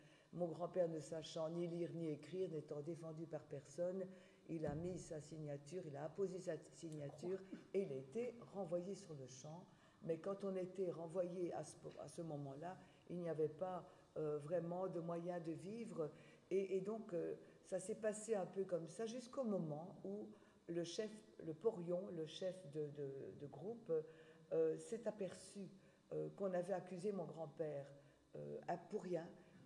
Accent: Wallonia, Belgium; Puisque je suis du Borinage, donc toujours, je suis née là, j'y habite depuis, vous aussi, depuis mon enfance, depuis ma naissance.

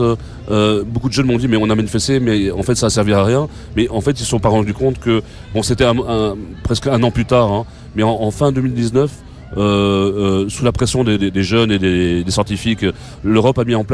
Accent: Brussels, Brussels-Capital Region, Belgium; nous, on est un collectif plutôt bruxellois, et comme on est des Bruxellois, on pense que c'est important de faire pression sur les institutions qui sont à côté de chez nous.

